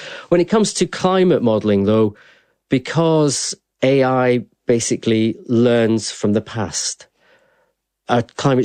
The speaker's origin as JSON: {"language": "English", "region": "Scotland", "country": "United Kingdom", "tie": "born or raised there", "said": "I grew up in Scotland. The weather changed every 5 minutes there."}